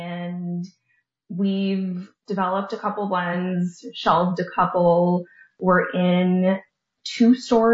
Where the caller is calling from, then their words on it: Tampa, Florida, United States; I'm calling from Tampa, Florida